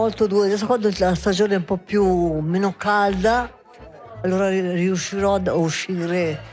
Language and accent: Italian; Lugano, Ticino, Switzerland; moved away as an adult; now in Coldrerio, Switzerland; i miei avevano una piccola impresa e abitavo lì a Viganello. Sono cresciuta a Viganello.